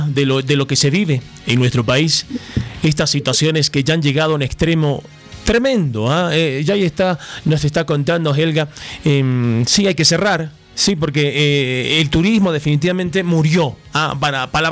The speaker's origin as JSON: {"language": "Spanish", "region": "La Paz", "country": "Bolivia", "said": "el sector turístico, que debería ser uno de nuestros mayores estandartes como paseños"}